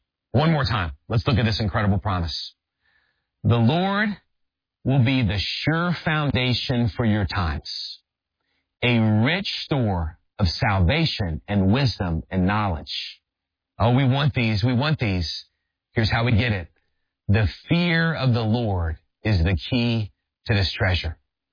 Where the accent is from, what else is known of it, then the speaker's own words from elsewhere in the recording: New Orleans, Louisiana, United States; So I grew up in New Orleans area. LSU was the college team that we rooted for.